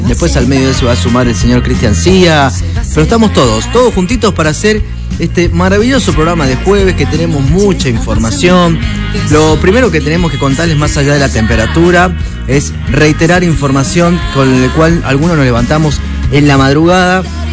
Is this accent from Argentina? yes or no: yes; Mendoza, Argentina; Yo, como muchos mendocinos